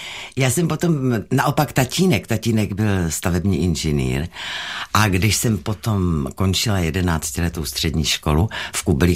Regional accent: Prague, Czechia; Já nemám rodný dům, narodila jsem se v Praze v Londýnské ulici.

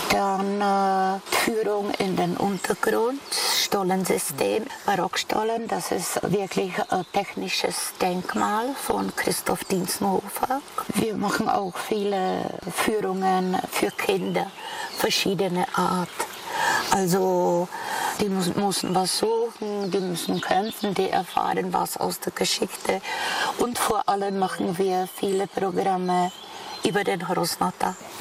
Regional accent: Asch, Karlovy Vary Region, Czechia; also born or lived in Wildstadt / Marienbad; Die haben renoviert. Also bin ich in Asch geboren.

